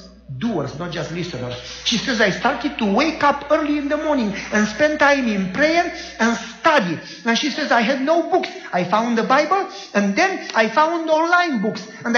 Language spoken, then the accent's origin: English; Romania; moved away; I said, from Romania.